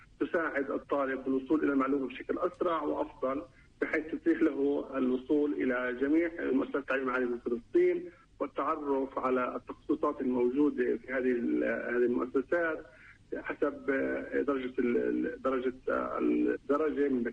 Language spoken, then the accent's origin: Arabic; Palestine; هل هي موجودة عندنا في فلسطين أم لا؟